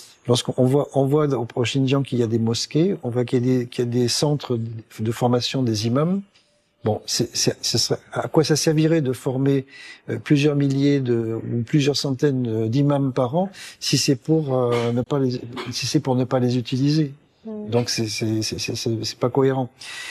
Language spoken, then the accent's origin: French; France; je suis français et que j'habite en France.